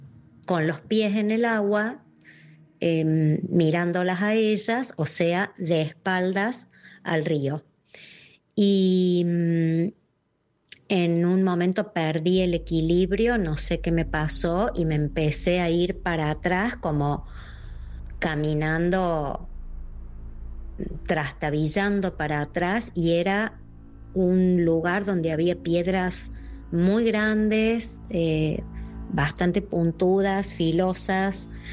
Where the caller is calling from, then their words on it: Córdoba, Argentina; de Córdoba